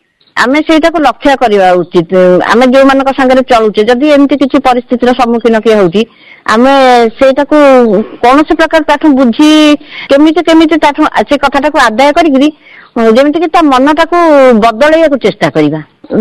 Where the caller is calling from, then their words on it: Jagatsinghpur, Odisha, India; ମୁଁ ଜଗତସିଂହପୁରରୁ